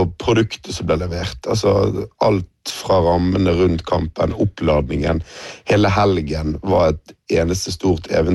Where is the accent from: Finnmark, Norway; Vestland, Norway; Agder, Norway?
Vestland, Norway; Bergen; og da er man stolt som bergenser også.